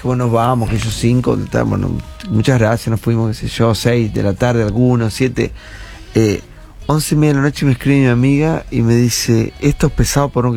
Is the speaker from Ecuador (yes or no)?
no; Argentina; qué fuerte esto para un argentino que anda por el mundo.